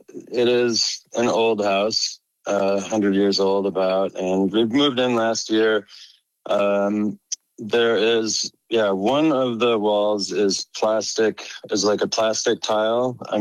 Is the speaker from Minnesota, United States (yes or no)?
yes; Minneapolis, Minnesota, United States; I'm from Minneapolis, Minnesota.